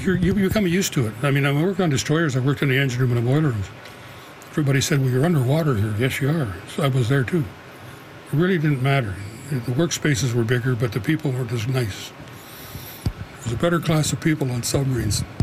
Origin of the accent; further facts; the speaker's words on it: Aylmer, Canada; I grew up in Aylmer. Joined the Navy in Prevost in 1963.